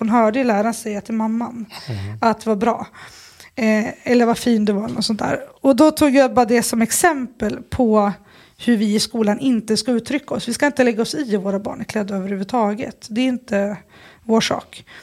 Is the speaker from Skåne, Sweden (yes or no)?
no; Sundsvall, Västernorrland County, Sweden; Jag är uppvuxen i Sundsvall.